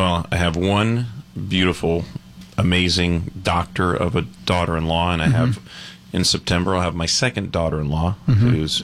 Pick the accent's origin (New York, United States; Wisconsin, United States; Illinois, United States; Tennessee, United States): New York, United States; Rockland County; moved away